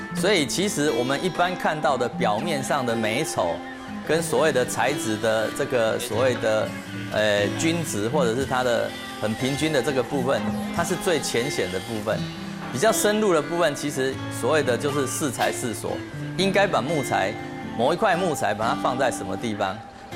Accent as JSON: {"language": "Chinese", "region": "Penghu County", "country": "Taiwan", "said": "我本身是澎湖人，"}